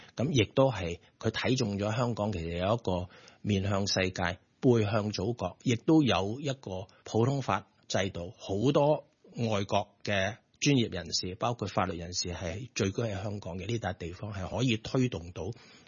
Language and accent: Cantonese; China; 我绝对同意嘅，即係因为我哋中国人，我哋叫东方智慧係以和为贵嘛。